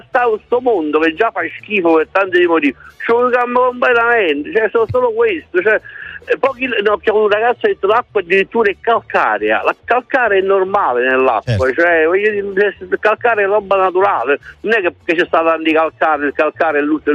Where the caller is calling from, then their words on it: Giugliano in Campania, Campania, Italy; Io sono di questo momento sono di Giuliano